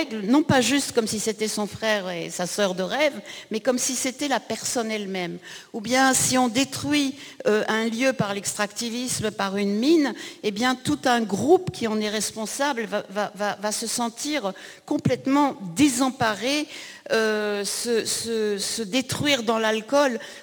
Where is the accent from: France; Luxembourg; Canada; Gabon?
France; ici chez nous en France